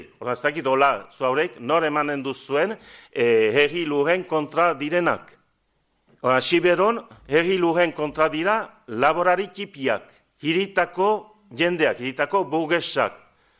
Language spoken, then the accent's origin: Basque; Estérençuby, Nouvelle-Aquitaine, France; Bon, ni estrentzubikoa naiz, eta badakit gure herrian, laborarien artean, eta ez dira dena berdin